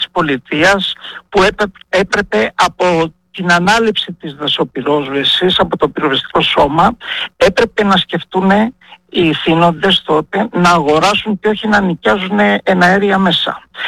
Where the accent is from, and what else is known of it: Epirus, Greece